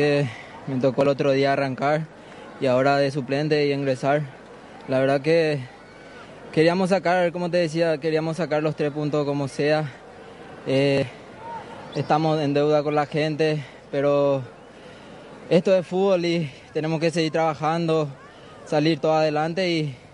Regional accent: Caacupé, Cordillera, Paraguay; Sí, sí, Cacupé.

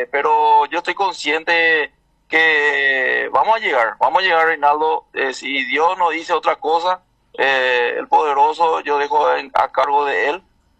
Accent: Carapeguá, Paraguarí, Paraguay; yo soy carapegüeño de cuna, nací en Carapeguá, me malcrié en Carapeguá y le quiero a mi ciudad.

